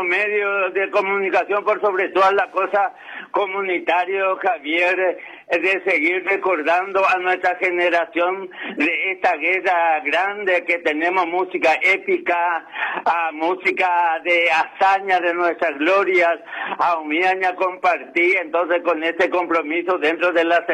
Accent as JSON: {"language": "Spanish", "country": "Paraguay", "said": "por lo menos nos obliga como paraguayo para ir ojeando esta página de nuestra historia"}